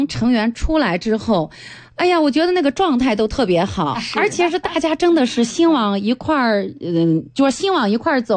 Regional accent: Yan'an, Shaanxi, China; 就是我是延安人，我是土生土长的陕北人

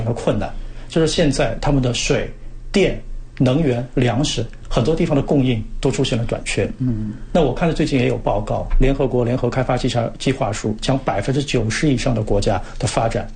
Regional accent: China; 我们中国人以及我们中国共产党

